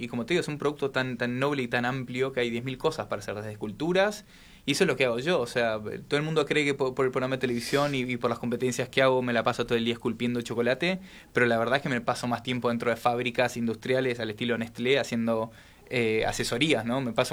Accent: Salta, Argentina; Sí, soy salteño.

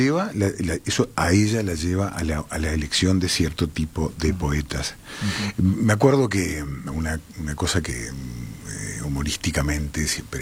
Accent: Montevideo, Uruguay; born there; Yo nací en Jacinto Vera, ¿qué barrio Jacinto Vera? Ranchos de lata por fuera y por dentro de madera.

